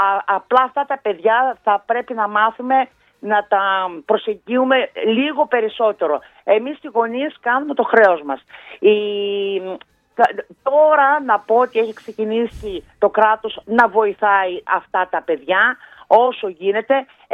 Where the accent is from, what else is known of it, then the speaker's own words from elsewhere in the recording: Didymoteicho, Eastern Macedonia and Thrace, Greece; Είμαι μία μητέρα από το Δημότυχο.